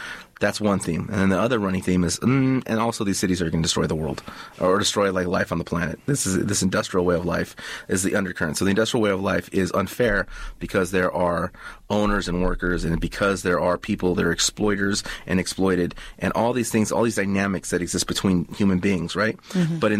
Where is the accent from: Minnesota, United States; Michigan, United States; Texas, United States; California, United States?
California, United States; Los Angeles; Well, growing up in El Sereno, it was a very beautiful thing. It's a very wonderful, great neighborhood, very vibrant.